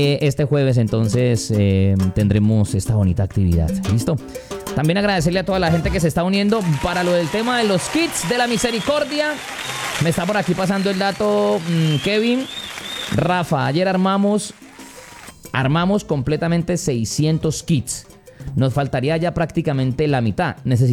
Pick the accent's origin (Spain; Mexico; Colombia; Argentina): Colombia